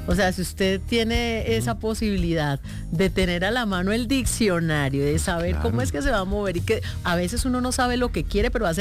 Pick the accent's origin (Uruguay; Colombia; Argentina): Colombia; Cali, Valle del Cauca; yo soy caleña, durante muchos años manejé mis horas musicales y especialmente tropicales